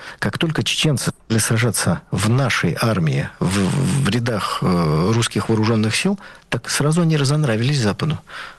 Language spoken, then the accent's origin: Russian; Saint Petersburg, Russia; И первые бомбежки моего родного города Ленинграда, ну, тогда еще Петрограда, были осуществлены в 1919 году